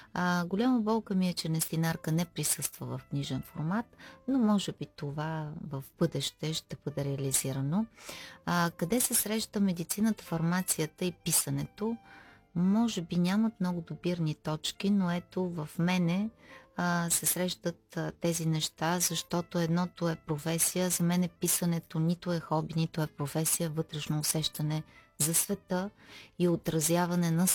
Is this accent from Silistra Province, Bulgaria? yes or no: no; Vidin, Vidin Province, Bulgaria; also born or lived in Bucharest; now in Constanța, Romania; Отново съм във Видин, в моя роден град.